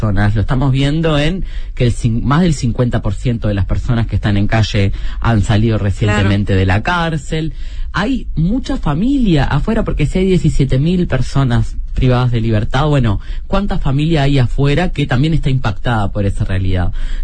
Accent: Uruguay

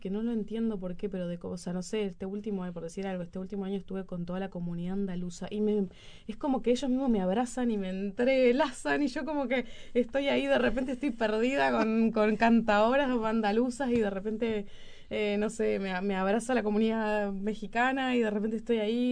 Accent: Uruguay; obviamente me siento uruguaya y siento que soy de este país.

